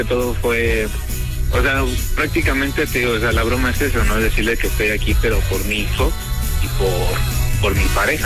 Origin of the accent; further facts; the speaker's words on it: Chimalhuacán, State of Mexico, Mexico; now in Guadalajara, Mexico; Yo también soy nativo de allá de Chimal, pero tus vecinos de Chama, pues ando por acá.